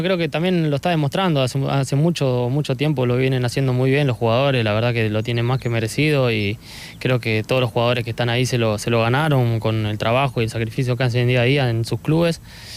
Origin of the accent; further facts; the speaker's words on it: Argentina; moved away; me cargan porque somos argentinos